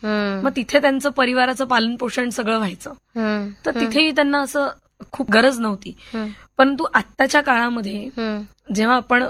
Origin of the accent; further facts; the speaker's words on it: Nagpur, Maharashtra, India; मी नागपूरची आहे